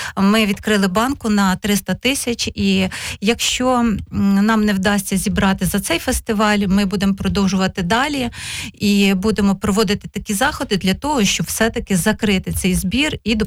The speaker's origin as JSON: {"language": "Ukrainian", "town": "Vinnytsia", "region": "Vinnytsia Oblast", "country": "Ukraine", "tie": "born or raised there", "said": "в нашому рідному місті Вінниці"}